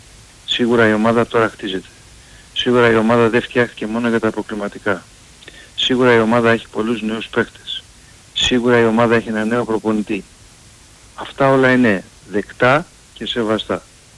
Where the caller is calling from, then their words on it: Vouliagmeni, Attica, Greece; Σταμάτησα από βουλιαγμένη Παναθηναϊκός.